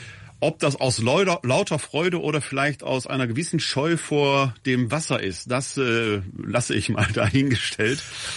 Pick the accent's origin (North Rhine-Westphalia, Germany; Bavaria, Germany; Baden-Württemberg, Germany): North Rhine-Westphalia, Germany; Essen; weil ich in meiner Jugendzeit in meiner Heimatgemeinde in Essen-Altendorf an einer religiösen Jugendfreizeit teilgenommen habe, die dem heiligen Franz gewidmet war.